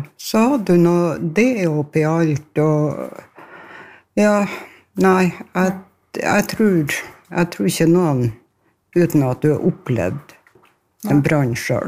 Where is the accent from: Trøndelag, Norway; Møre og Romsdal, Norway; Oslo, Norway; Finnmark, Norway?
Møre og Romsdal, Norway; Kristiansund; moved away as an adult; now in Steigen, Norway; Nei, jeg er fra Kristiansund.